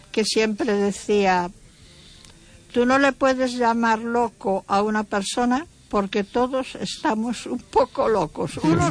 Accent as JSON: {"language": "Spanish", "region": "Galicia", "country": "Spain", "said": "soy gallega."}